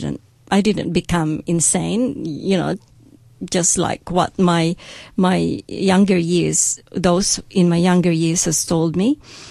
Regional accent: Tupi, Soccsksargen, Philippines; I've grown up in a place called Tupi in South Cotabato. We live in a business district where the church is within our neighborhood, say about 200 to 300 meters.

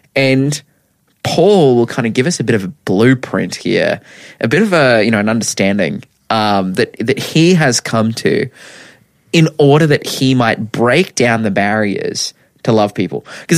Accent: Lake Macquarie, New South Wales, Australia; we came from Wonji, you know, like, that was where you know, coming down from Lake Mac

